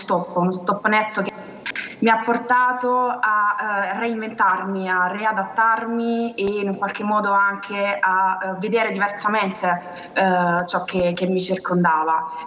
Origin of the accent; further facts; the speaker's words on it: Naples, Campania, Italy; Io sono di Napoli, ho 26 anni